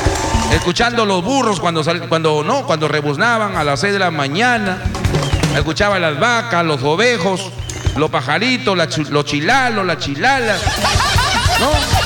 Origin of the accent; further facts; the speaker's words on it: Negritos, Piura, Peru; born there; also born or lived in La Libertad / Tamarindo; mi tierra, la tierra de mi padre, yo digo mi tierra porque, caramba, me identifico con ese pueblo maravilloso como es La Libertad y Tamarindo. Aunque no he nacido ahí, yo he nacido en Negritos.